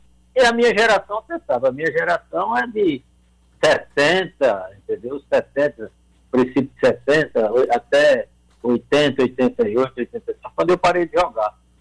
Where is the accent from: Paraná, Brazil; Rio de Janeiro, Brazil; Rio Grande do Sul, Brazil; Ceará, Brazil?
Ceará, Brazil; Juazeiro do Norte; also born or lived in Cedro; Mas agora eu cheguei em Juazeiro muito garoto, cheguei aqui com, ia fazer 13 anos de idade, 65, e aqui eu fiz a minha vida no futebol, cresci aqui